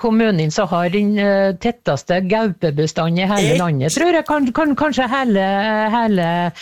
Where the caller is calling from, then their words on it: Tingvoll, Møre og Romsdal, Norway; Jeg er på Nordvestlandet, ja. Strømsnes heter bygda som jeg bor i, det er Tingvoll kommune da.